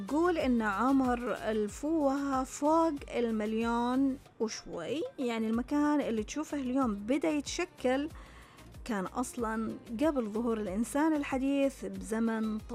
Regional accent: Saudi Arabia; عندنا في السعودية.

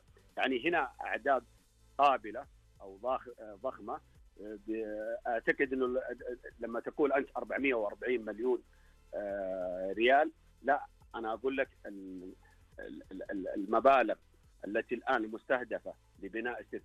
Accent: Abha, Asir, Saudi Arabia; سوق الثلاثاء مثلا عندنا في أبها

